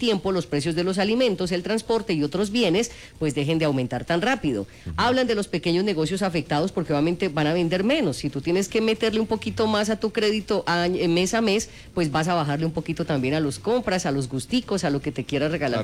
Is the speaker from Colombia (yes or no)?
yes; Colombia; uno como colombiano